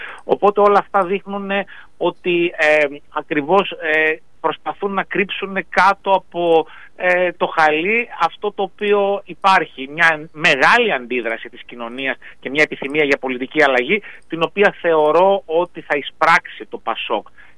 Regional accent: Thessaloniki, Central Macedonia, Greece; μια δημοσκόπηση στη Θεσσαλονίκη που έγινε στην πατρίδα μου

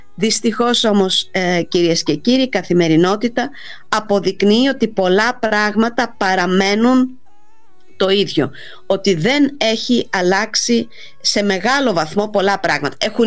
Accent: Greece; προσωπικά ως Ελληνίδα και ως μέλος αυτής της κοινωνίας

